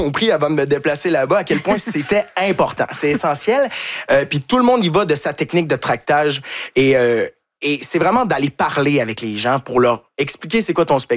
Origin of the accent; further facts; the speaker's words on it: Quebec, Canada; now in France; Et du fait qu'on est Québécois aussi, ça aide. On est dans le sud de la France, c'est un accent qu'ils ne sont pas habitués d'entendre.